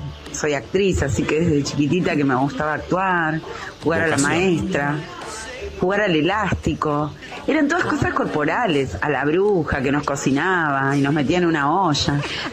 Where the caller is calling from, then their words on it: Buenos Aires, Argentina; de Balvanera.